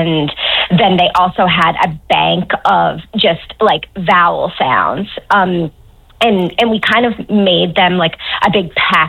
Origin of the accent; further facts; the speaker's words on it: Gander, Newfoundland and Labrador, Canada; And I mean, I am from Newfoundland. I'm from Gander.